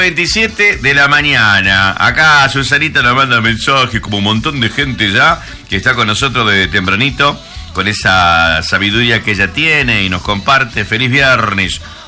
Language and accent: Spanish; Argentina; somos argentinos